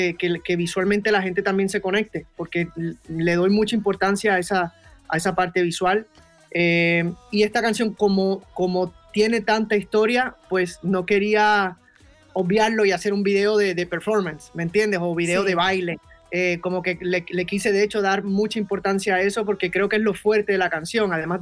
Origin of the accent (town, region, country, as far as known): Puerto Rico